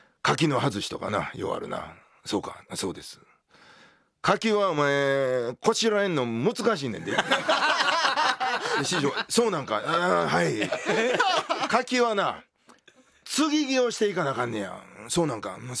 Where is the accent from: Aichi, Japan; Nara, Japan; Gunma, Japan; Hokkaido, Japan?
Nara, Japan; Gojo; 出身はどこやと、奈良の五条です